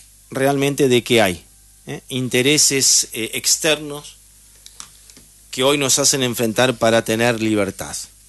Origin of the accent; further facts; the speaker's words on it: Argentina; nos pertenece a los argentinos.